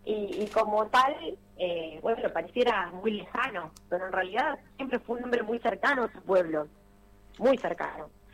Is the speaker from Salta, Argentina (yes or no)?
yes; Salta, Argentina; born there; Yo nací en Salta, que nací en Salta por el trabajo de mi papá, que era el petróleo.